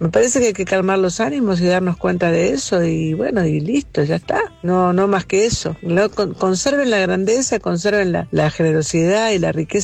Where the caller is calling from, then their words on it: Tigre, Buenos Aires Province, Argentina; de Tigre.